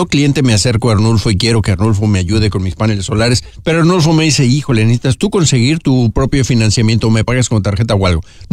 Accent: Michoacán, Mexico; now in Fresno, United States; allá en mi tierra, en mi Michoacán hermoso

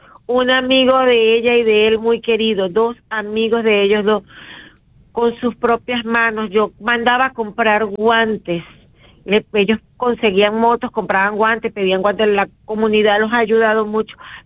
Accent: Venezuela; Somos venezolanos, nos quitaron el TPF

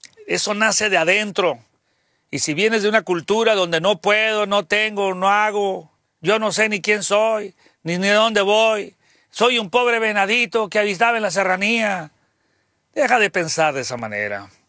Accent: Mexico

